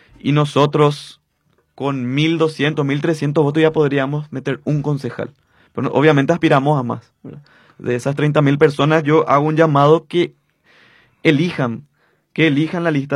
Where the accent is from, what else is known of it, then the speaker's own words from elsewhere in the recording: Areguá, Central, Paraguay; Pensamos como aregüeños y vivimos como aregüeños.